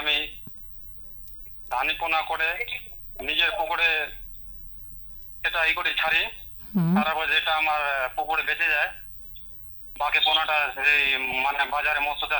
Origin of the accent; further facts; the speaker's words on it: Mendabari, West Bengal, India; আমার বাড়ি হচ্ছে পরনদিঘি থানা উত্তর দিনাজপুর জেলা মেন্দাবাড়ি গ্রাম।